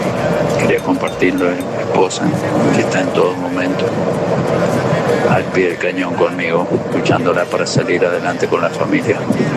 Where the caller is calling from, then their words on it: San Juan, Argentina; de San Juan.